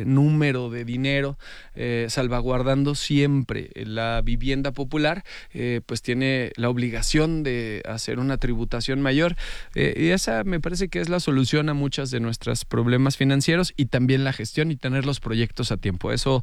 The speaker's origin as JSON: {"language": "Spanish", "region": "Guanajuato", "country": "Mexico", "said": "Mi casa está colinda con esa comunidad. Yo soy de San Ramón."}